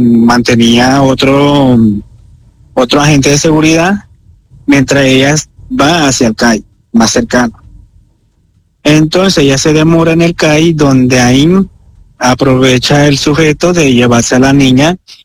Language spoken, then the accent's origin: Spanish; Zulia, Venezuela; moved away as an adult; now in Mosquera, Colombia; nosotros somos naturalmente de Zulia, nosotros somos de allá. Nosotros venimos, bueno, yo tengo acá radicado 5 años, ya ella vino, ya tendría por ahí como 2 años de estar acá, en Mosquera.